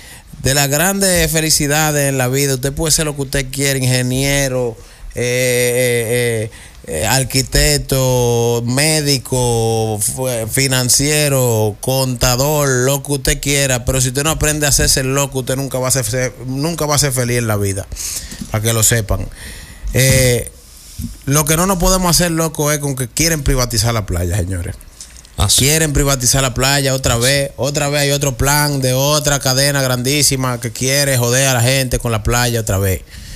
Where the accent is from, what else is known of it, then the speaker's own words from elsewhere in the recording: Dominican Republic; Nosotros como dominicanos